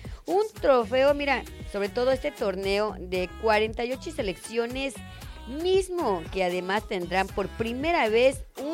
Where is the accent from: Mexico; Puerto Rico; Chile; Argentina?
Mexico; a nosotros como mexicanos